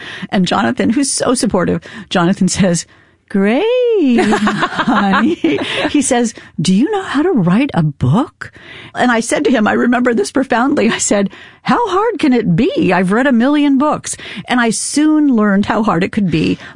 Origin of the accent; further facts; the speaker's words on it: Indiana, United States; now in Boston, United States; I grew up in Indiana, in really rural Indiana.